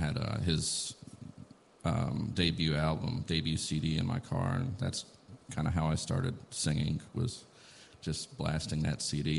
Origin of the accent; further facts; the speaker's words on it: Lexington, Kentucky, United States; Well, I was born and raised in Lexington